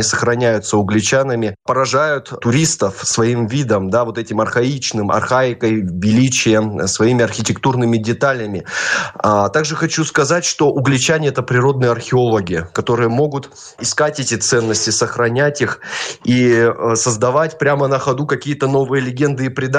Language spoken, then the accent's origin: Russian; Uglich, Yaroslavl Oblast, Russia; такие впечатления неизгладимые оказал мой родной город на известного писателя с мировым именем.